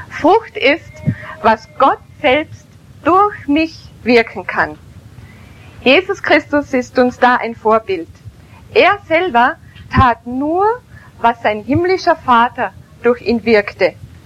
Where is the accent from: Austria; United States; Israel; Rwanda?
Austria; moved away as an adult; now in Germany; Ich bin Österreicherin und komme aus einem katholischen Elternhaus